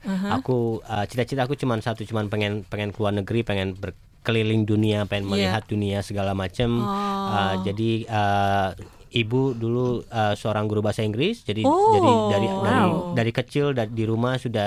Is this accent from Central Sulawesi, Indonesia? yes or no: no; Cirebon, West Java, Indonesia; moved away as an adult; also born or lived in Bali; now in Brisbane, Australia; Saya Jawa Barat dari Cirebon.